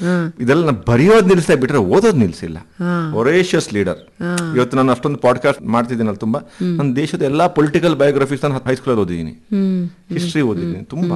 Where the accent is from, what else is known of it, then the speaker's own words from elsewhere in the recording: Sullia, Karnataka, India; moved away as an adult; also born or lived in Bhagamandala, Kodagu; now in Kodagu, India; ಸುಳ್ಯ. ನಾನು made in Dakshina Kannada, ನಾನು ಹುಟ್ಟಿದ ಭಾಗಮಂಡಲ ನಮ್ಮೂರು, ಮತ್ತೆ ದುಡಿಯಕ್ಕೆ ಬಂದಿರೋದು ಕೊಡಗಿಗೆ. ನನ್ನ ತಯಾರು ಮಾಡಿರೋದು ದಕ್ಷಿಣ ಕನ್ನಡ